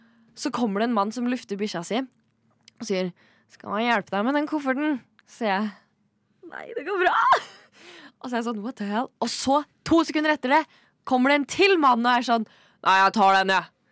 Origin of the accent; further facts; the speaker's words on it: Kongsberg, Buskerud, Norway; moved away; Jeg er i min hjemby K-Town, a.k.a. Kongsberg